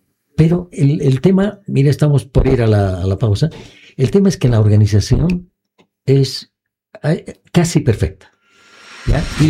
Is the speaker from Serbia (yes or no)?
no; Bolivia